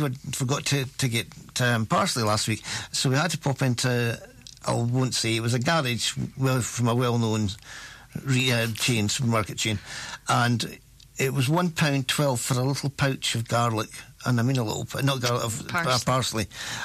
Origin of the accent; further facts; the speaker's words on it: Scotland, United Kingdom; I'm from Bumford. She's from King Edward.